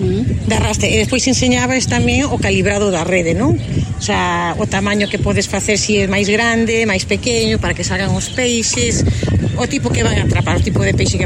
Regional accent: A Coruña, Galicia, Spain; Son galega, son da Coruña.

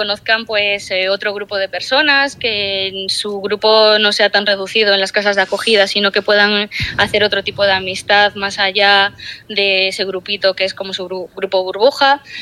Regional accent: Vigo, Galicia, Spain; also born or lived in Nigrán; Sí. No, soy de aquí, soy de aquí.

